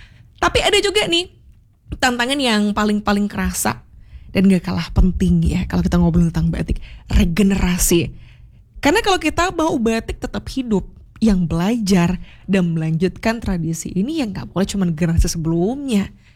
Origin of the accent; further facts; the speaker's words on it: Bali, Indonesia; Tapi kamu kalau kita orang Bali yang ngomongnya cek kerosoan dengang gitu ya.